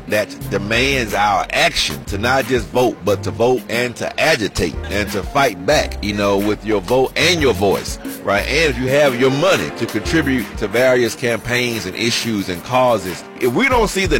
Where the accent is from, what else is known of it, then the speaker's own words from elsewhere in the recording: Southern United States, United States; I'm from the South, so I love a good plate.